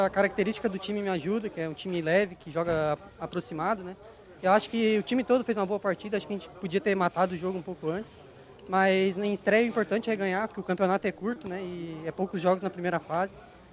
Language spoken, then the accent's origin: Portuguese; Rio Grande do Sul, Brazil; moved away as an adult; Eu sou lá de Itabaí, no Rio Grande do Sul, no Vale do Taquari, lá.